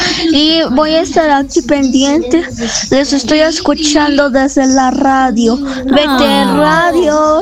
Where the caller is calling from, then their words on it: Lima, Peru; Soy de la ciudad de Lima.